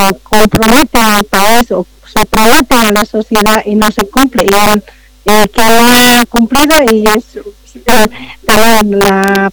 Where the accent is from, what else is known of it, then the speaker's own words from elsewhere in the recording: Bolivia; la realidad que vivimos como bolivianos y bolivianas